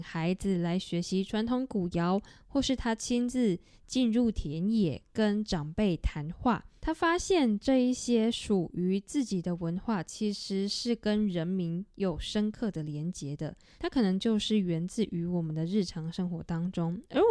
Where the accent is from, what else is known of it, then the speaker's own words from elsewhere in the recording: Taiwan; moved away; 那我觉得这个也是身为台湾人我们可以更多去努力的部分吧。